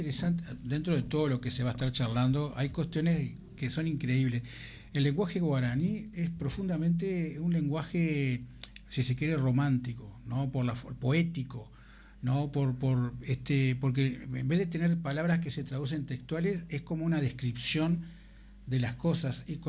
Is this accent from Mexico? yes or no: no; Uruguay; Acá somos charrúa